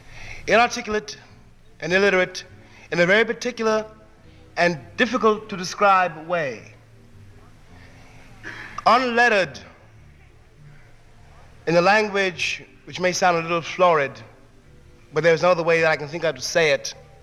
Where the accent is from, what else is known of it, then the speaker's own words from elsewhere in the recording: United States; being an American artist, of being not yet 65 years old, and of being an American Negro artist in 1963